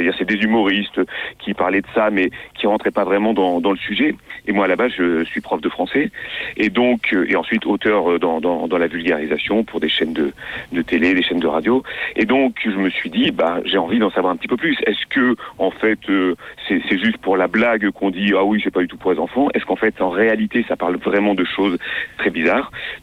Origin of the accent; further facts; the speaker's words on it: Grenoble, Auvergne-Rhône-Alpes, France; Donc je suis allé à la bibliothèque de Grenoble, puisque je suis de Grenoble.